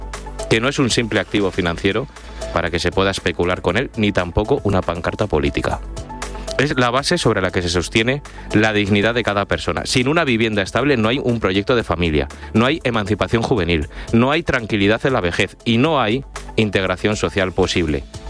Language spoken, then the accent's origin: Spanish; Spain; yo como tantos españoles no me chupo el dedo